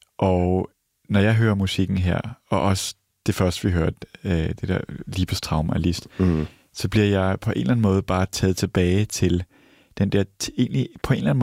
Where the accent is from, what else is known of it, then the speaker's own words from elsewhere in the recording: Sydney, New South Wales, Australia; den forstad til Sydney, jeg boede i, Greenwich, hjemme i Australien